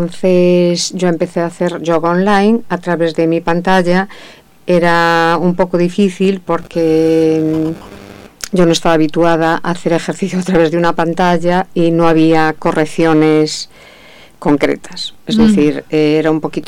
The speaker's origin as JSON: {"language": "Spanish", "country": "Spain"}